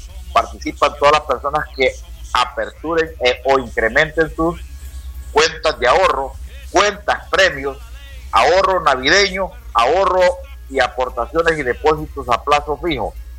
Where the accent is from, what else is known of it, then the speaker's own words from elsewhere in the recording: Honduras; esa actitud que la debemos tener todos los que somos buenos hondureños.